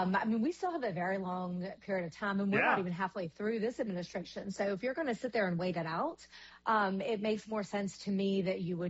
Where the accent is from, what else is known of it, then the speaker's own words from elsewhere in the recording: Kentucky, United States; born there; my home state, bourbon from Kentucky